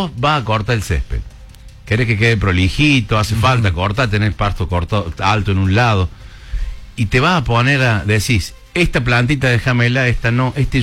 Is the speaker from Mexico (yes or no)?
no; Córdoba, Argentina; soy de Córdoba, no soy de Belgrano.